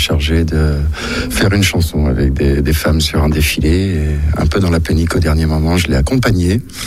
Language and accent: French; Montcuq, Occitanie, France; Bonjour, je viens de Montcuq.